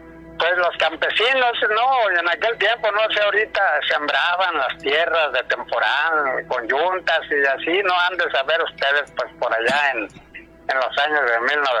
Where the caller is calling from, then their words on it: Hermosillo, Sonora, Mexico; Hola, buenas noches, Gina. … de Hermosillo, que te está marcando.